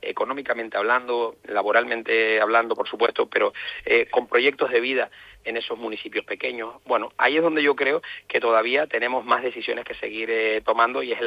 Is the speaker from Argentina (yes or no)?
no; Canary Islands, Spain; cómo somos los canarios, cómo damos respuestas a los retos los canarios, ¿no?